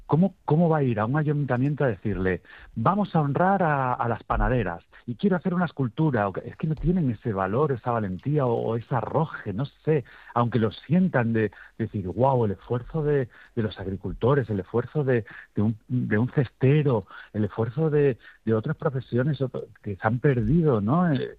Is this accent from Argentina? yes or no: no; Montánchez, Extremadura, Spain; en Montanches, en mi pueblo